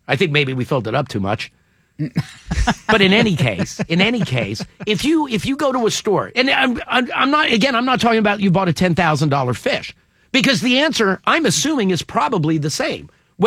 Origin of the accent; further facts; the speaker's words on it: Richmond, Virginia, United States; In my hometown of Richmond, Virginia, there's a long-lived neighborhood dive bar that is charming enough